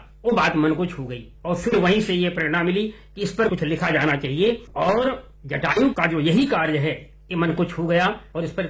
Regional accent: Pratapgarh, Uttar Pradesh, India; moved away as an adult; now in Jalandhar, India; मैं मूल रूप से प्रतापगढ़ जिले का निवासी हूँ, उत्तर प्रदेश से

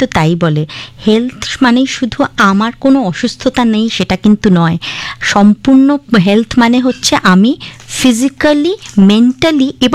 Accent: Bangladesh; আমাদের সুজলা সুফলা বাংলাদেশে

